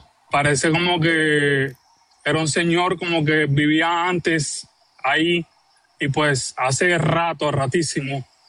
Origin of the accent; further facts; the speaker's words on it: Barranquilla, Atlántico, Colombia; Yo soy de Barranquilla. Mi abuelo tiene una casa en el barrio Los Andes